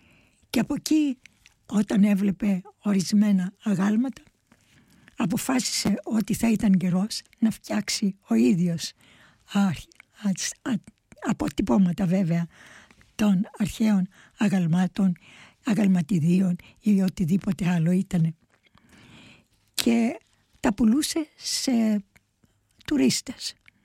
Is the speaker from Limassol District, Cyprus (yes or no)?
yes; Limassol, Limassol District, Cyprus; Αργότερα στην πόλη μου, τη Λεμεσό, τον είχα δει σε μια φωτογραφία σε ένα δημόσιο χτίριο